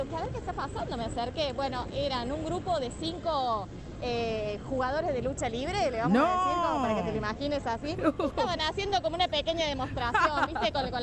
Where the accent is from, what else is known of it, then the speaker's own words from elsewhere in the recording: Córdoba, Argentina; cómo es Córdoba y cómo es el lugar donde venimos.